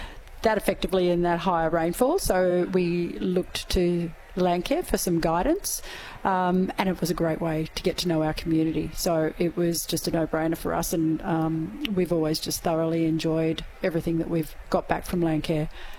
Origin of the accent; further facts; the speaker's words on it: New South Wales, Australia; now in Myrtleford, Australia; We moved to the Myrtleford area from, well, I was originally from the Riverina, my husband's American